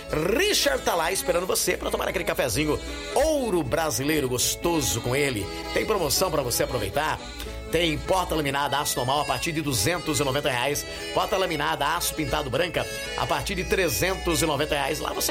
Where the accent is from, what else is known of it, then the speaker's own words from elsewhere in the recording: Descalvado, São Paulo, Brazil; E em Descalvado, Bezerra Paz, minha terra querida, amada e inesquecível